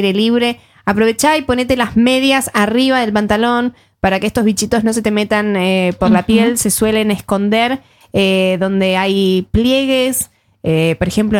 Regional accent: Argentina; Ahora me puse así como argentina patriota.

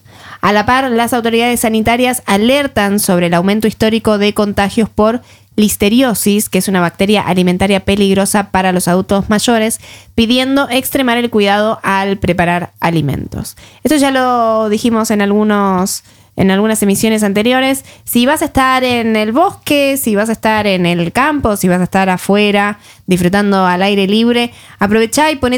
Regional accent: Argentina; Ahora me puse así como argentina patriota.

